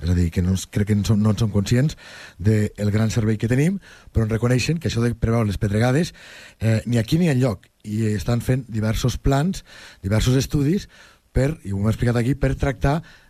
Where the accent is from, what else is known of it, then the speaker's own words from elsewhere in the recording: Lleida, Catalonia, Spain; la gent que som de Lleida